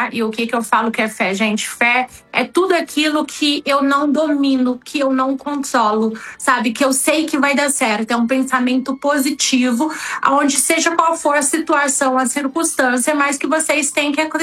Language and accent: Portuguese; Brasília, Federal District, Brazil; born there; now in Balneário Camboriú, Brazil; Eu nasci em Brasília, tá? Fui morar em Santa Catarina, Balneário Camboriú. Tem 14 anos que moro lá.